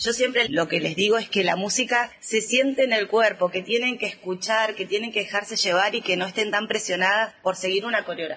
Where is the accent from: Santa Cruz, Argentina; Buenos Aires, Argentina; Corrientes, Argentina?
Buenos Aires, Argentina; now in Río Mayo, Argentina; Yo llegué en el 2023 a Río Mayo, vengo de Buenos Aires, casada con gendarme, entonces esta vida nos lleva un poquito a vivir en muchos lugares.